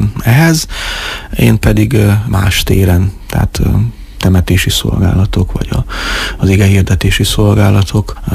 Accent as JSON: {"language": "Hungarian", "town": "Oradea", "region": "Bihor", "country": "Romania", "lives_now": "Hungary", "said": "Mi Erdélyből érkeztünk, konkrétabban a Párciumból, Érmellékről. Én nagyváradi származású vagyok."}